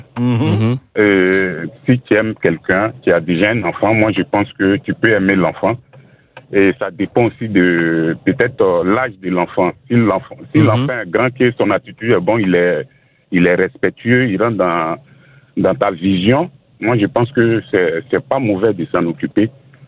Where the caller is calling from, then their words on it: Abidjan, Côte d’Ivoire; j'appelle de Yopougon.